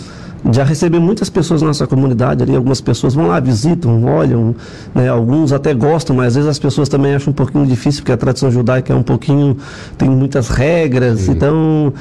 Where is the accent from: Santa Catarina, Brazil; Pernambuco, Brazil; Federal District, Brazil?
Santa Catarina, Brazil; Araranguá; also born or lived in Maracajá; eu nasci aqui mesmo em Araranguá, sou, no caso, natural daqui, né? E já moro aqui em Araranguá, já acho que mais de 30 anos, uhum, aqui em Araranguá. A gente, né, morava na cidadezinha, nasci aqui, morei aqui no Maracajá, depois viemos para cá, então não estava aqui mais de 30 anos, natural daqui.